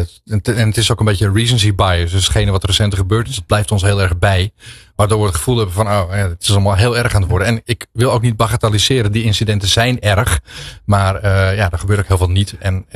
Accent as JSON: {"language": "Dutch", "country": "Netherlands", "said": "Toevallig hebben wij nu in Nederland best wel een opeenlopend riedeltje van incidenten die ons als Nederlanders, zeg maar even zo, aangaan."}